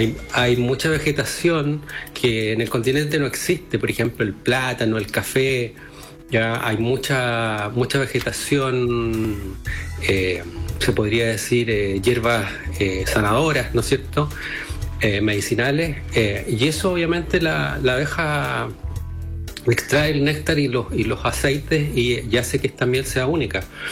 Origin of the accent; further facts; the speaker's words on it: Santiago, Santiago Metropolitan Region, Chile; moved away as an adult; now in Easter Island, Chile; yo soy continental, santiaguino, ya nací en Santiago, viví bastantes años en Santiago, y me vine por una posibilidad de cambio de vida acá con mi familia, ya hace 16 años.